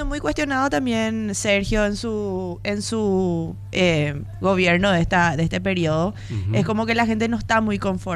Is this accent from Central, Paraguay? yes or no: yes; Villa Elisa, Central, Paraguay; Yo soy de Villa Elisa también